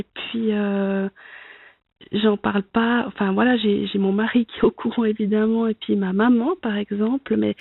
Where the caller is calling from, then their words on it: Solothurn, Switzerland; Alors, moi, j'appelle du canton de Soleure.